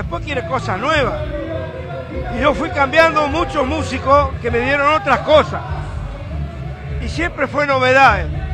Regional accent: Ceres, Santa Fe, Argentina; Yo era de Ceres, soy de Ceres.

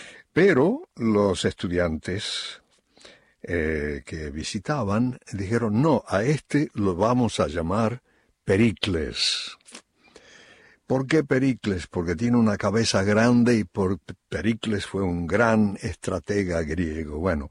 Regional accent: Córdoba, Argentina; born there; Así que eso fue el origen de por qué nací en Córdoba.

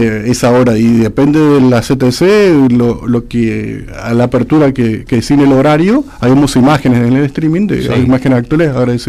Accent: Misiones, Argentina; nos destaca como público argentino, y en Misiones por supuesto tenemos el turismo de carretera

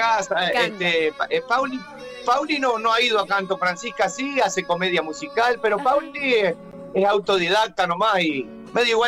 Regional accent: Santa Fe, Argentina; Después tengo mi repertorio como chamamecero, porque soy del norte de Santa Fe.

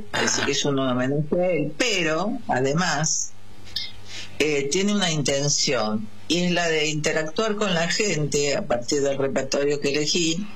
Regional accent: Argentina

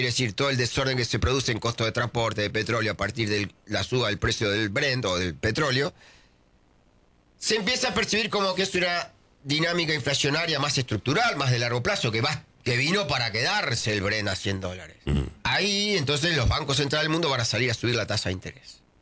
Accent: Argentina; Y esos somos los argentinos.

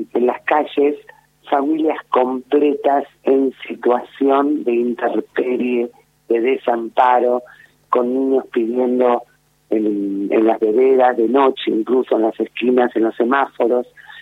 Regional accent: Salta, Argentina; now in Buenos Aires, Argentina; yo soy de Salta. Qué lindo. Criada en Salta, aunque vivo en Buenos Aires.

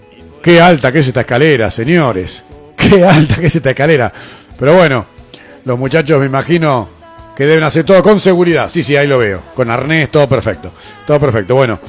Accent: Río Grande, Tierra del Fuego, Argentina; Ustedes saben que yo soy habitante de Río Grande y por calle no me ubico.

